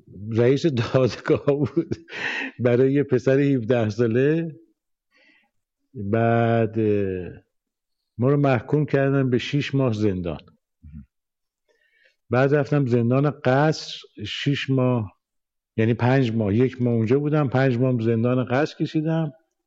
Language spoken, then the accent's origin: Persian; Tehran, Tehran Province, Iran; born there; من در تهران به دنیا آمدم و در یه خانواده مذهبی و متوسط،